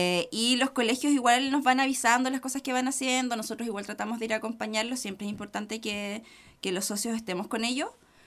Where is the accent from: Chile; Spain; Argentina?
Chile; estamos todos como chilenos muy agradecidos.